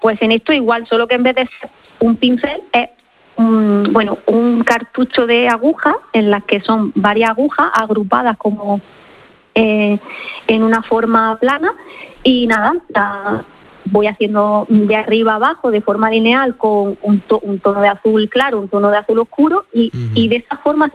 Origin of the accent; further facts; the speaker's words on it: Almería, Andalusia, Spain; porque soy de Almería, aunque llevo muchísimos años aquí, y el mar siempre me ha llamado mucho